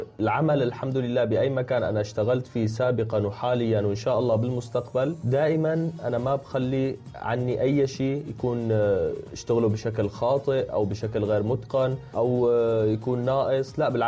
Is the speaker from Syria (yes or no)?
yes; Syria; now in Turkey; هلا انا ببدايه رحلتي من سوريا لتركيا بصراحه ما كنت انسان بعتبر نفسي مثقف